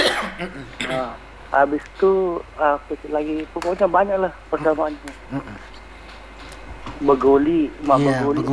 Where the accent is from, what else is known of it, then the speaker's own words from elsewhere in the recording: South Sulawesi, Indonesia; Kalau aku Bugis Bone Bos.